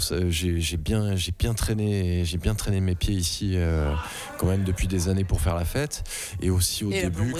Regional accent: Nîmes, Occitanie, France; Oula, nous, on est de Nîmes.

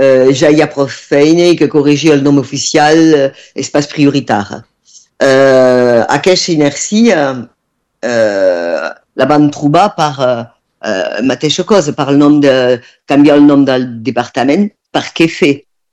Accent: Collioure, Occitania, France; en el meu poble de Culliure.

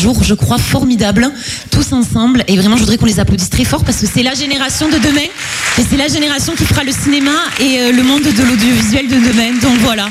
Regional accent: Fleurance, Occitanie, France; moi j'ai grandi à Florence, mais ma famille est originaire de Saint-Clair.

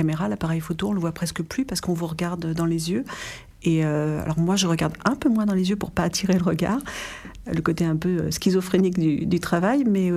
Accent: Paris, Île-de-France, France; also born or lived in Aubervilliers / Saint-Denis; Je suis parigote.

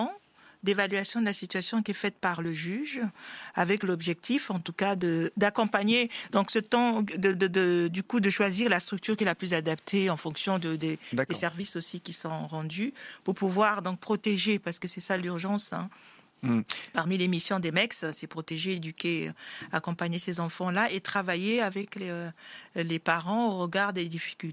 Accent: France; born there; Je suis né en France

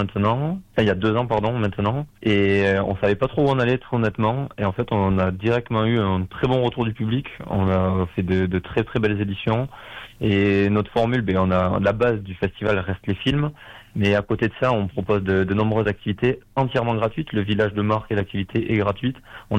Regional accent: Bagnères-de-Bigorre, Occitanie, France; On est natifs de Bagnères tous les 3.

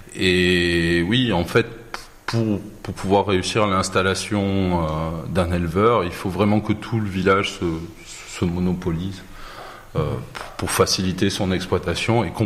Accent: Occitanie, France; moved away as an adult; now in Corbières, France; je suis originaire d'Occitanie, donc pour moi c'était primordial de revenir justement sur mes terres. Avant de m'installer comme berger, je me suis expatrié pendant 10 ans à l'étranger. Donc c'était vraiment un retour aux sources.

